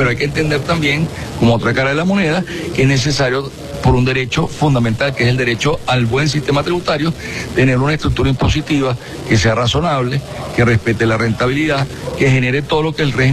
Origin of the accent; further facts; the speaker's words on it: Venezuela; porque al fin y al cabo los empresarios somos venezolanos